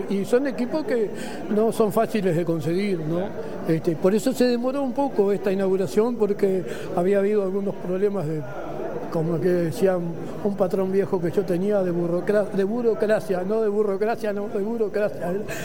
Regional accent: Nueva Helvecia, Colonia, Uruguay; Yo, nacido y criado aquí en Nueva Helvecia, usuario del hospital desde que se inauguró en el 62.

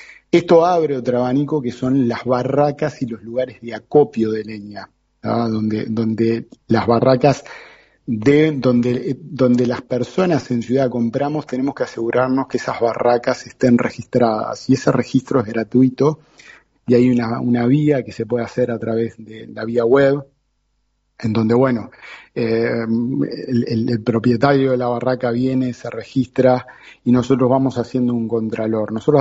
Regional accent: Uruguay

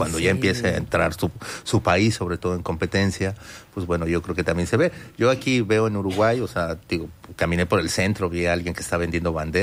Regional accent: Mexico; como mexicanos te lo digo, lo estamos sufriendo

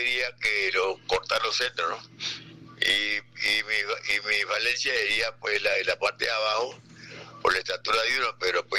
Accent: Buenaventura, Valle del Cauca, Colombia; born there; Nací en Buenaventura, en el barrio Obrero.

